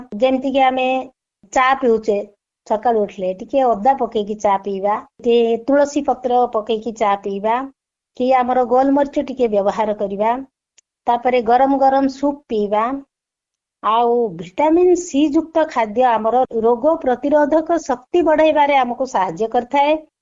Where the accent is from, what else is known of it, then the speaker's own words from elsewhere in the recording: Koraput, Odisha, India; ମୁଁ ହଉଛି କୋରାପୁଟର ଝିଅ